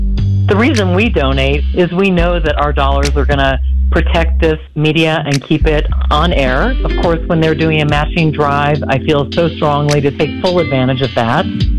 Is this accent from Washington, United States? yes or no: no; Jackson, Wyoming, United States; I'm from Jackson, Wyoming.